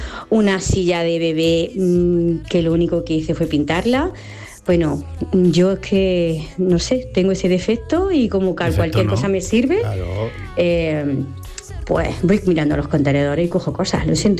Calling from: Úbeda, Andalusia, Spain

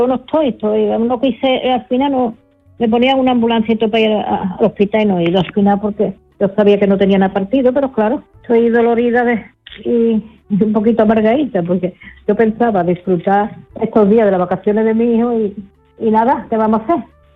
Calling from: Seville, Andalusia, Spain; de Sevilla.

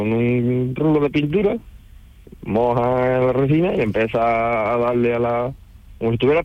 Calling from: Seville, Andalusia, Spain; yo vengo todos los días de Sevilla, hoy por ejemplo no, pero vengo todos los días de Sevilla

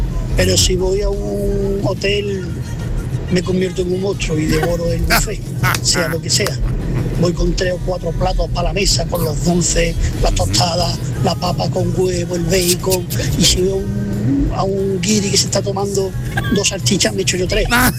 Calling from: Jaén, Andalusia, Spain

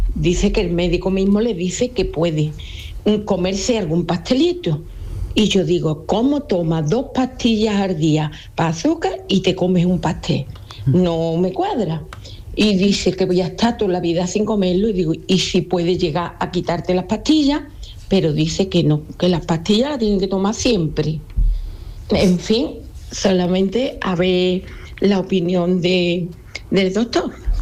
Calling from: Dos Hermanas, Andalusia, Spain; de Dos Hermanas.

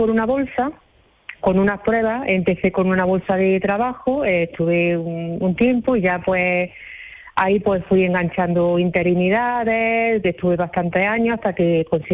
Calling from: Armilla, Andalusia, Spain; Sí, vivo aquí en Armilla, pero trabajo en otro pueblo de Granada.

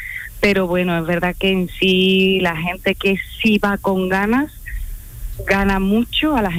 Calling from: Seville, Andalusia, Spain; estoy haciendo todos los días el trayecto Sevilla-Cádiz y cuando salgo, Cádiz-Sevilla, a casita.

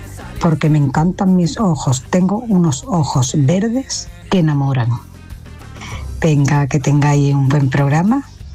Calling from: El Puerto de Santa María, Andalusia, Spain; Desde Puerto de Santa María.

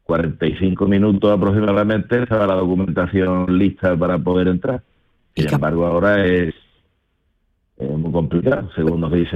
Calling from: Bollullos Par del Condado, Andalusia, Spain; En Bollullos Par del Condado.

